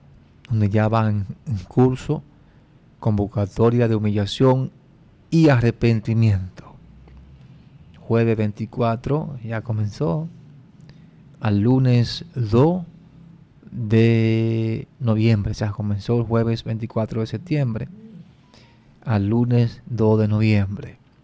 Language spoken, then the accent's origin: Spanish; Dominican Republic